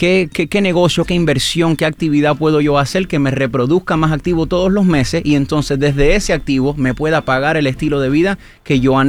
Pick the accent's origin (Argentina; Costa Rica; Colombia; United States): United States; Miami, Florida; also born or lived in Cuba; now in Homestead, United States; Yo soy cubano, soy prácticamente criado aquí en Miami. Ahora resido ahora en Homestead ahora.